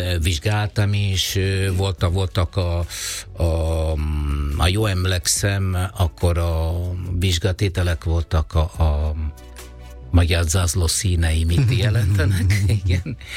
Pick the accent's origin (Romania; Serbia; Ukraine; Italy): Italy; Hungarian is a second language; moved away as an adult; now in Hungary; Szóval én örülök, hogy kettő otthonom van. Ez természetesen az egy az olasz, a másik Magyarországon. Én igen, valamilyen szinte én is magyar érzem magam, persze nem itt születtem